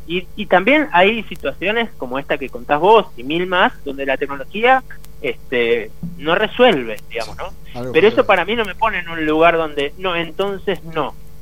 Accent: Argentina

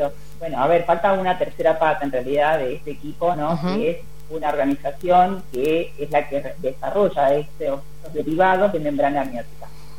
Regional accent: Maipú, Mendoza, Argentina; now in La Plata, Argentina; soy en mendocina, de Maipú. Mis padres están ahí, mis hermanos también. Y bueno, ahora estoy en La Plata en este momento

